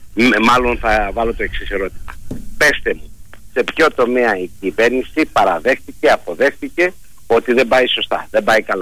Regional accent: Kalavryta, West Greece, Greece; είμαι από τα Καλάβρητα

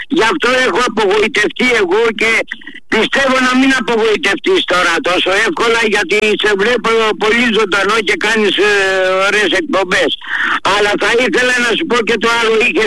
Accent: Marousi, Attica, Greece; είμαι από Μαρούσι.

